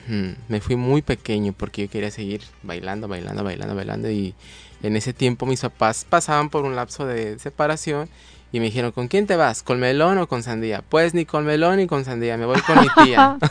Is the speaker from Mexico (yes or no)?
yes; Iguala, Guerrero, Mexico; born there; Yo nací en Iguala, pero nada más nací.